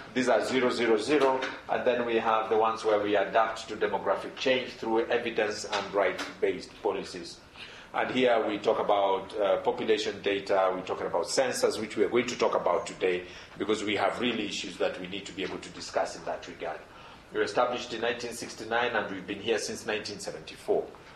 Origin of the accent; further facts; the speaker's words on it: Kenya; And I'm Kenyan, and inequality is really a major thing, not just in Lesotho, but in Kenya